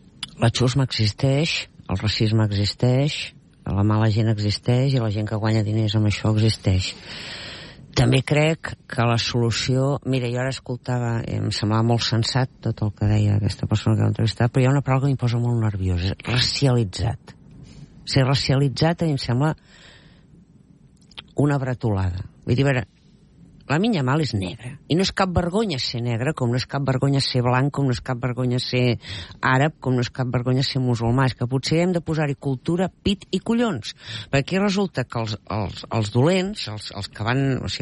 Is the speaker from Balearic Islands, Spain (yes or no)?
no; Catalonia, Spain; A mi em va caure la cara de vergonya, allò com a catalana